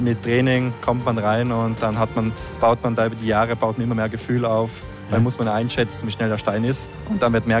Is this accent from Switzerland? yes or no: no; Söll, Tyrol, Austria; Ich komme aus Söll.